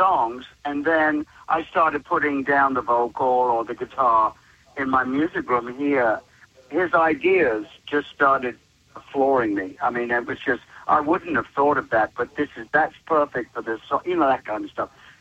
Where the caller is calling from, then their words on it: Nashville, Tennessee, United States; No, I live in Nashville, so...